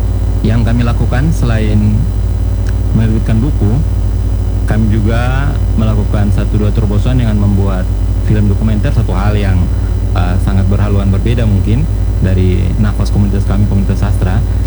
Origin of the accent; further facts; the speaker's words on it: Belu, East Nusa Tenggara, Indonesia; Jadi ada Sabu, ada Rote, ada saya orang Belu, ada orang suku D